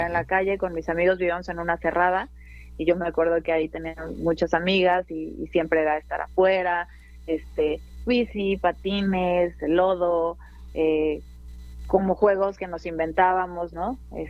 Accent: Mexico City, Mexico; mi padre, pues se viene a la Ciudad de México y no nos enseña zapoteco porque a mi papá, pues lo discriminaron, ¿no? O sea, su primer lengua no era el castellano

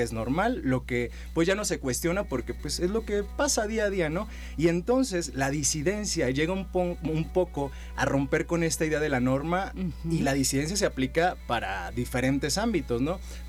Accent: San Luis Potosí, Mexico; born there; also born or lived in Ciudad del Carmen, Campeche; de mi infancia, de mi adolescencia aquí en San Luis Potosí.

